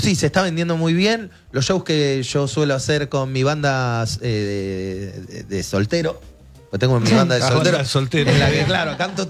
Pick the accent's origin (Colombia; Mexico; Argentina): Argentina; also born or lived in Spain; yo soy argentino